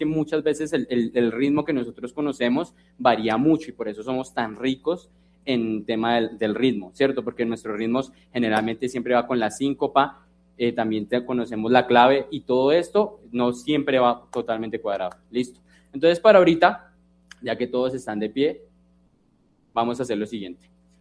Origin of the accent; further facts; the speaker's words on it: Bogotá, Colombia; Pues bien, para activarnos un poco, aquí yo soy Rolo, la verdad. ¿Cuántos rolos tenemos acá?